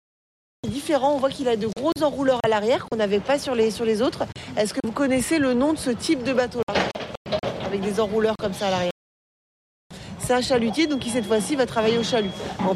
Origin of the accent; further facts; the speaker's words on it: Brittany, France; On dit le bao, sinon chez nous en Bretagne.